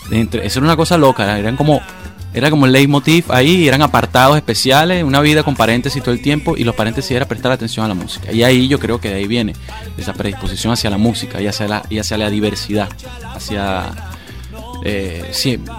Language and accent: Spanish; Caracas, Capital District, Venezuela; Nací en Coche, que es una barriada popular, y ahí crecí, con la casa de mis abuelos, mis padres, mi hermano, una casa enorme